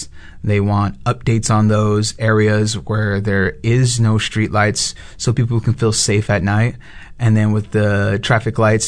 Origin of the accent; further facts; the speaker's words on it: San Antonio, Texas, United States; now in Corpus Christi, United States; I'm from San Antonio, Texas